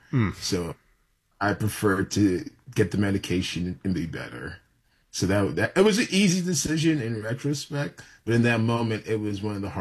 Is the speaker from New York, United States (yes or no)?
yes; New York, United States; because growing up in New York City, for a lot of us, we were taught they're rats with wings, basically.